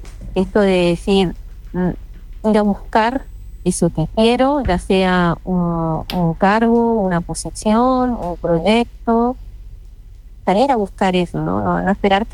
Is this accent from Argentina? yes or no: yes; Corrientes, Argentina; now in Buenos Aires, Argentina